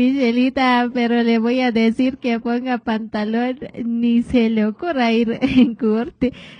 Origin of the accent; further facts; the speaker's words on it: Guatemala; Soy de Guatemala